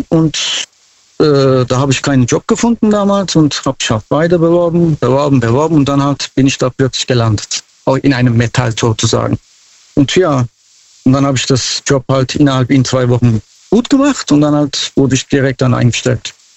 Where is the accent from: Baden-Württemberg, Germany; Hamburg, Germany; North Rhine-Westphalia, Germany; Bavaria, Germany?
Baden-Württemberg, Germany; Mannheim; Aus Mannheim.